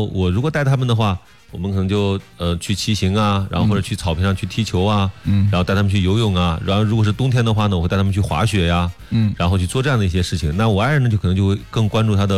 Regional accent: Anyang, Henan, China; moved away; 因为我老家是安阳的

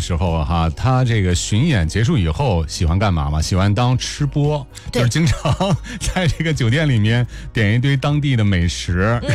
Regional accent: Northeast China, China; 我来自东北

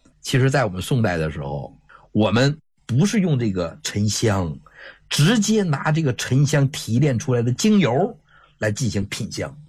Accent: China; 我们中国人

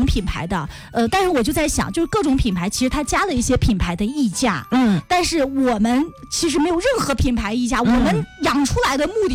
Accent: Henan, China; 我们河南人其实就北方人吧

